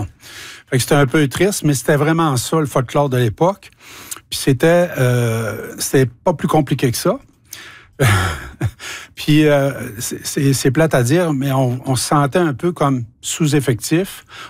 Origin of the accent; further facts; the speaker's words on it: Sacré-Cœur, Quebec, Canada; Il y a 45 ans, on parle de 1981, j'habitais la Côte-Nord. Je suis originaire de la Côte-Nord